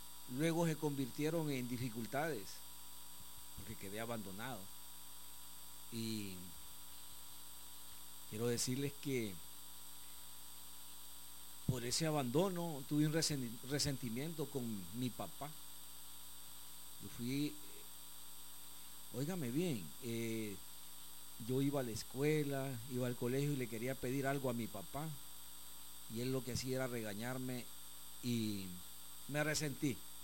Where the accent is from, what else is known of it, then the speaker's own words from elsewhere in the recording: Choluteca, Honduras; born there; nací en Choluteca bajo una tormenta.